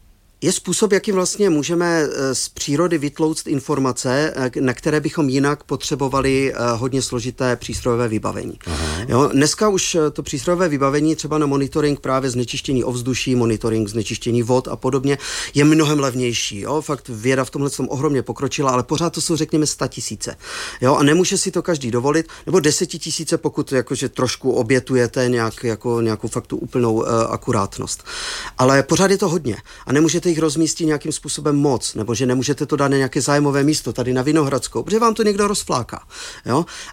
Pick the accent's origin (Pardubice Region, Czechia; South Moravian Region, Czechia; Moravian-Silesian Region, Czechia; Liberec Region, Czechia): Moravian-Silesian Region, Czechia; Třeba právě u nás v Moravskoslezském kraji, kousek od Ostravy